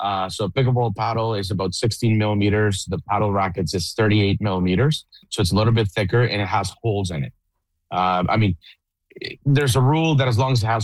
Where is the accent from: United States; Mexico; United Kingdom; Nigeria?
Mexico; English is a second language; So I was born and raised in Mexico. So I started now. Let me rephrase that. I was born in a tennis court in Mexico.